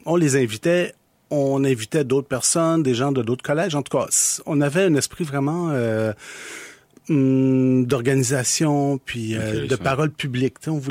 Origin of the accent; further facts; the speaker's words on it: Montreal, Quebec, Canada; born there; Je suis donc né à Montréal, dans le quartier de Rosemont.